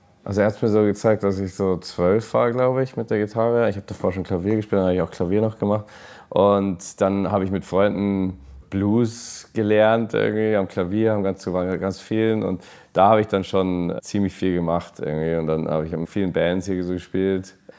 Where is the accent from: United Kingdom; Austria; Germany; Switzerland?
United Kingdom; England; Genau, weil ich wollte wieder zurück nach England mal, um zu schauen, wo ich herkomme.